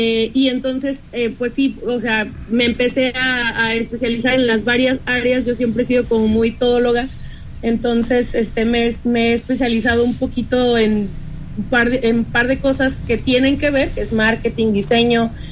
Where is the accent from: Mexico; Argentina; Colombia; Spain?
Mexico; soy una mujer mexicana, que estoy en un espacio allá